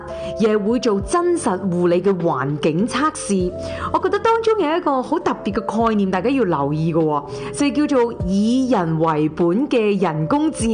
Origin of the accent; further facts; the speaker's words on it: Canada; 特别是在我们加拿大现在对于 age well 即老年化智慧养老怎样样一路发展下去